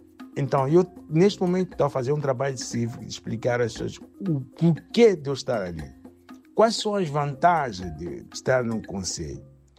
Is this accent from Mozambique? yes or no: yes; Mozambique; Bem, como moçambicano também, para dizer que o sangue de moçambicanos, corre sempre nas minhas veias. E uma das coisas que eu tenho sempre é procurar explorar os ritmos moçambicanos